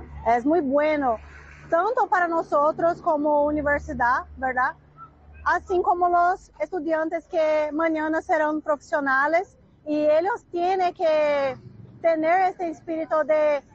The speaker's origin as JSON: {"language": "Spanish", "town": "Goiânia", "region": "Goiás", "country": "Brazil", "second_language": "Spanish", "moved": "as an adult", "lives_now": "Pedro Juan Caballero, Paraguay", "said": "para nosotros que somos brasileños y vivimos nuestras vidas enteras allá"}